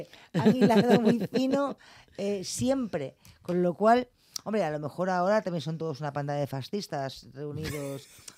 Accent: Spain; es igual de español que yo.

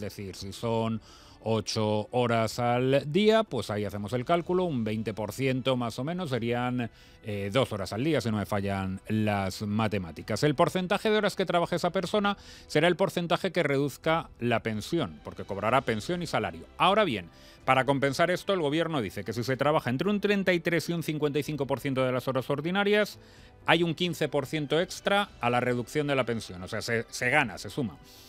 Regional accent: Castile and León, Spain; Buenas noticias para mi tierra.

